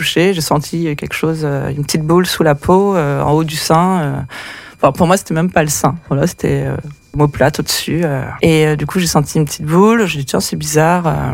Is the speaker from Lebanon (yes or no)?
no; Tours, Centre-Val de Loire, France; also born or lived in Drôme; Et avant ça, je suis originaire de Tours, bon, Château de la Loire.